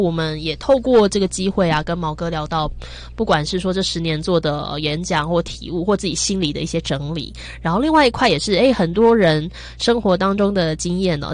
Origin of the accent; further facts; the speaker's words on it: Tainan, Taiwan; 因为我老家在台南，所以那时候我人在台南。